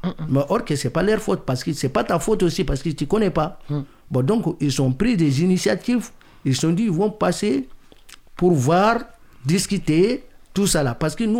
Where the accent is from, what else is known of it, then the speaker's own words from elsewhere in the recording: Mali; lui les Mauritaniens, lui les Sénégalais, moi je suis malien.